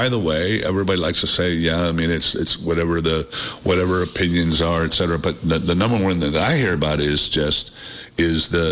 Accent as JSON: {"language": "English", "town": "Fort Worth", "region": "Texas", "country": "United States", "tie": "born or raised there", "said": "So, you know, my hometown is Fort Worth. Even little old Fort Worth"}